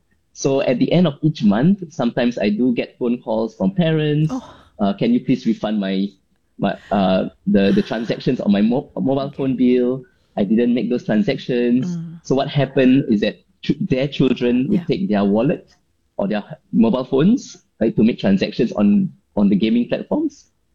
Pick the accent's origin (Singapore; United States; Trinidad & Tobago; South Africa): Singapore; as a Singaporean engineer overseas